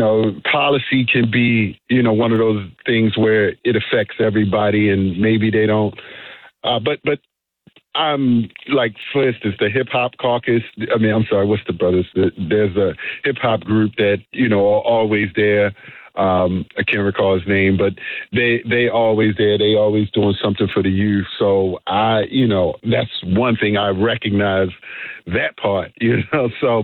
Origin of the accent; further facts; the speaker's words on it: Baltimore, Maryland, United States; I'm from Baltimore. Like, look, we are like 60 minutes, 30, 40, 50 minutes from D.C.